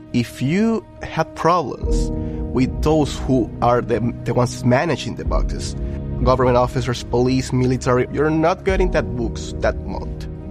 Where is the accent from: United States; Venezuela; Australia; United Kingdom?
Venezuela; English is a second language; Growing up in Venezuela, I have to be really grateful for everything that my mom did, especially being a single mom.